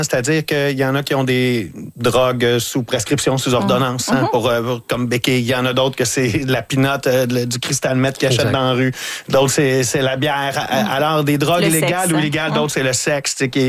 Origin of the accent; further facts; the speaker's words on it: Lavaltrie, Quebec, Canada; now in Montreal, Canada; moi, je viens de la Valtrie, dans la région, okay, de la Naudière.